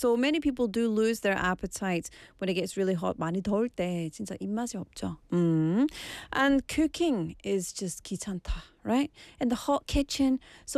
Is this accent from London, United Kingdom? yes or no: no; Scotland, United Kingdom; now in South Korea; as a non-Korean person, as a Scottish person